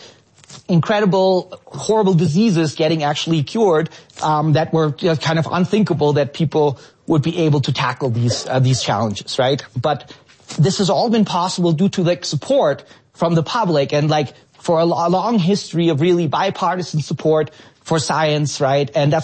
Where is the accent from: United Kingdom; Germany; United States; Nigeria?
Germany; And, I'm from Germany.